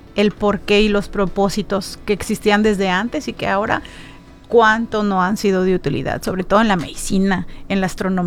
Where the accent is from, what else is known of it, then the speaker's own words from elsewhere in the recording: Yucatán, Mexico; sobre todo como yucatecos, como personas orgullosos de nuestra identidad.